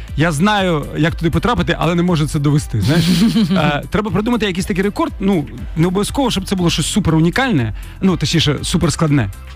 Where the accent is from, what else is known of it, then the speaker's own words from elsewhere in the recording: Kryvyi Rih, Dnipropetrovsk Oblast, Ukraine; Я з Криворогу.